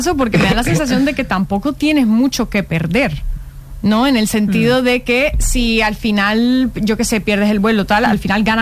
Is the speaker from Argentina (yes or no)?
no; Colombia; siempre cuando se enteran de que vengo de Colombia a visitar a mi familia es control aleatorio